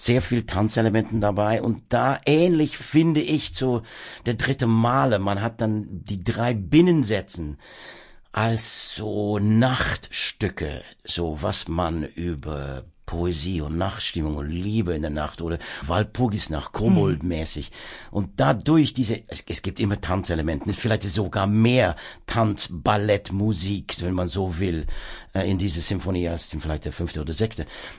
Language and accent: German; Worcester, West Midlands, United Kingdom; German is a second language; Keine Ahnung, ich bin natürlich in Worcester aufgewachsen. Ich meine, der Elgar war irgendwie, da ist der Geburtsort von ihm.